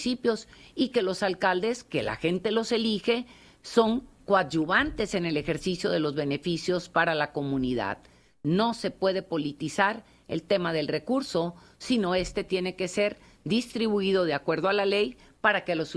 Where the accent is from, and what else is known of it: Nuevo León, Mexico